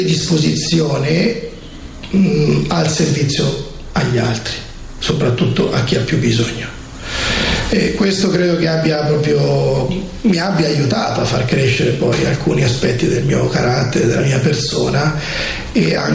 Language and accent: Italian; Ancona, Marche, Italy; also born or lived in Jesi; Io sono marchigiano, vengo da una famiglia del centro Marche, la zona dello Jesino per intenderci, sono nato a Jesi, in realtà però sono cresciuto ad Ancona, quindi mi considero anconetano.